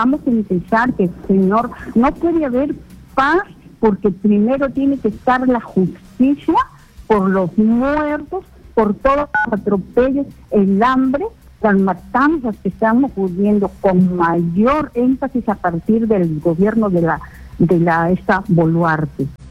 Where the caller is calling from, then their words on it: Piura, Peru; de Piura.